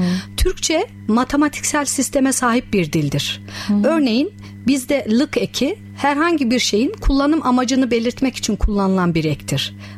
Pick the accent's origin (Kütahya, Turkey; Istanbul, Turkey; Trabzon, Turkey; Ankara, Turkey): Ankara, Turkey; born there; 1976 Ankara doğumluyum.